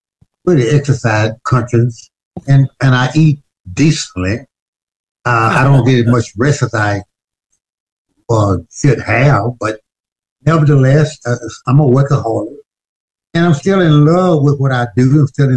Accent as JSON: {"language": "English", "town": "Homer", "region": "Louisiana", "country": "United States", "tie": "born there", "also_born_or_lived": "Pine Bluff, Arkansas", "moved": "yes", "said": "I was born in Louisiana, the Homer, Hainesville, Louisiana. But I left in 1947 and went to Pine Bluff, Arkansas, because my dad moved to Arkansas"}